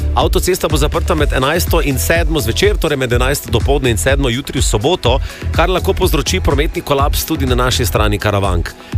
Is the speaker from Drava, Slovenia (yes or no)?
yes; Maribor, Drava, Slovenia; na kvadrociklu v centru mesta, v Maribora, mojega domačega mesta.